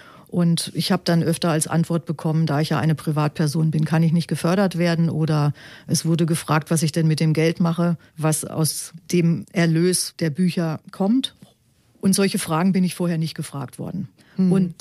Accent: Pirmasens, Rhineland-Palatinate, Germany; meine Jugend erinnert in Pirmasens. Ich bin ja in der Pfalz aufgewachsen.

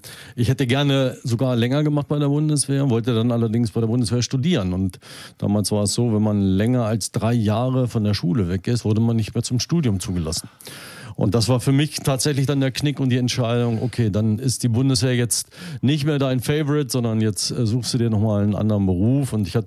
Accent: Vechelde, Lower Saxony, Germany; also born or lived in Braunschweig; Im Jahr 1961 ist das gewesen, also schon einige Jahre her. Bin aufgewachsen in Denzdorf, also ich glaube, die Braunschweiger kennen das, in der Gemeinde Vechelde liegt das. Dort auch meine Jugend verbracht, eigentlich wirklich in dörflicher Umgebung, behütet aufgewachsen.

